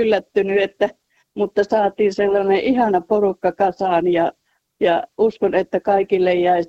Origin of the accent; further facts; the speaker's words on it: Savo, Finland; born there; now in Lahti, Finland; Tai sitten tuolla kotipuolessa Savossa.